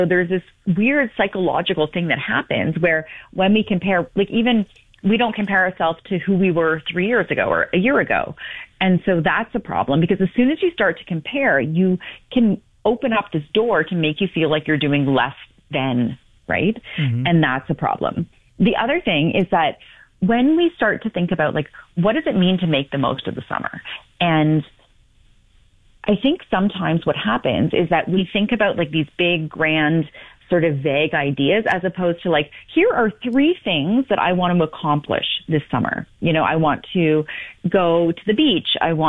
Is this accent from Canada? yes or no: yes; London, Ontario, Canada; now in Toronto, Canada; I'm from London, Ontario, and I live downtown Toronto now.